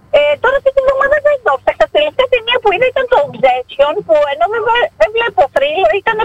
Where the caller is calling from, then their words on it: Crete, Greece; εγώ είμαι από την νότια πλευρά της Κρητής